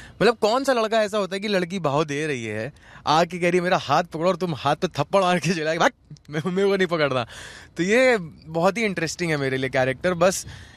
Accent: Kanpur, Uttar Pradesh, India; moved away as an adult; also born or lived in Delhi; now in Mumbai, India; मैं कानपुर से हूँ, वहीं पला बड़ा हूँ, वहीं पे स्कूलिंग और कॉलेज भी मैंने वहीं पे किया था, क्योंकि मैं एक्टिंग स्कूल के लिए बाद में बाहर आया था दिल्ली, पर बॉम्बे में अभी 3.5-4 साल पहले ही आया हूँ।

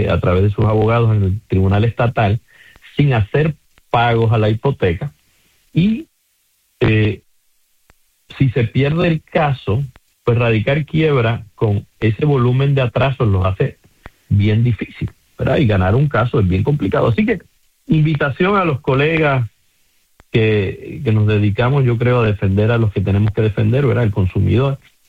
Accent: San Juan, Puerto Rico; Unas personas de CUPEI, de donde soy yo.

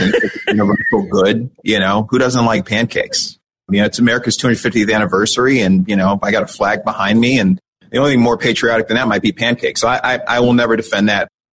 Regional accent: Westchester, Illinois, United States; but I originally grew up in the western suburbs of Chicago. My mother still lives in the same house I grew up in Westchester.

